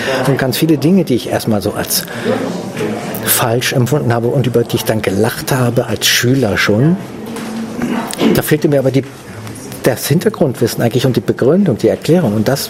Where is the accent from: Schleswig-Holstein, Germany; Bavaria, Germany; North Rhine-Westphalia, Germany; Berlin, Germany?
Schleswig-Holstein, Germany; born or raised there